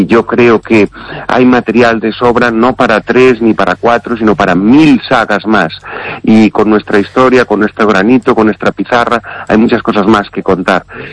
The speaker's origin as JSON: {"language": "Spanish", "region": "Galicia", "country": "Spain", "said": "he descubierto muchas cosas que, siendo gallego, aficionado a la historia, no descubría."}